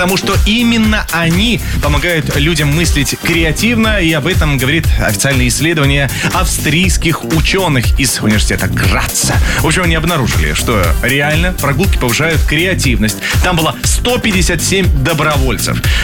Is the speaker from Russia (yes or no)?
yes; Yaroslavl, Yaroslavl Oblast, Russia; Я из Ярославля, да, у меня другие традиции.